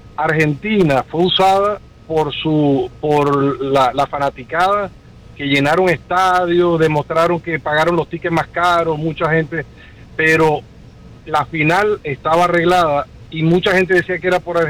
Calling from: Venezuela; yo soy venezolano

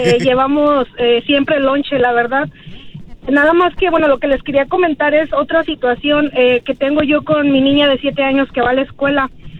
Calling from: Houston, Texas, United States; Les hablo de Houston, Texas.

